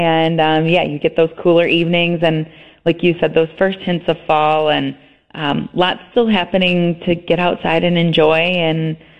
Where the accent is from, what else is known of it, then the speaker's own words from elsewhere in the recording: Michigan, United States; I'm born and raised in Michigan, so I knew exactly what you're talking about